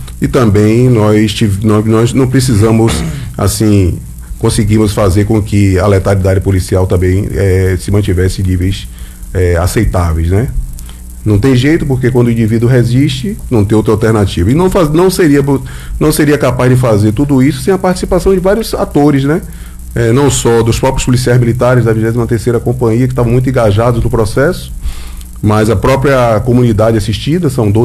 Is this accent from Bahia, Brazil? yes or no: yes; Salvador, Bahia, Brazil; Nasci em Salvador, natural de Salvador, ali em Castelo Branco. Hoje, eu sempre falo que a gente veio também da periferia, né? Então, nascemos ali, lá no ano de 71.